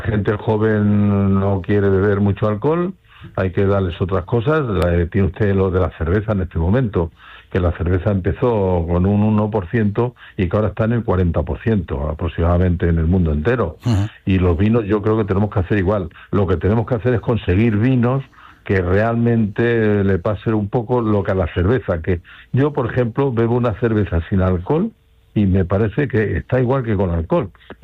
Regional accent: Spain; nosotros los españoles

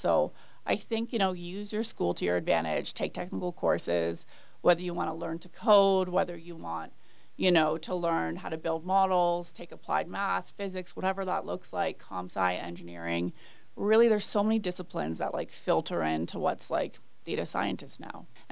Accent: Canada; Obviously, it's hard to top the Olympics for me, just being Canadian. We're very, like, patriotic, too.

